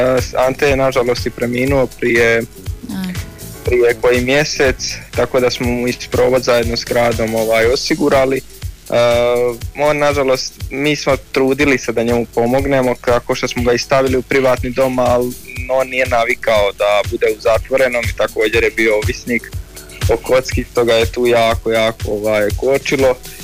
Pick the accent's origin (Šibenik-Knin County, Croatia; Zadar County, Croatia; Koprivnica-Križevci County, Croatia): Zadar County, Croatia; Benkovac; imam 20 godina, dolazim iz Benkovca, iz Dalmacije